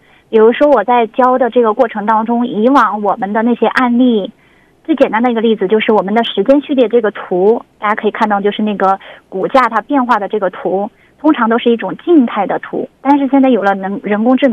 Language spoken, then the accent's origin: Chinese; Chongqing, China; moved away as an adult; now in Kashgar, China; 出生长在重庆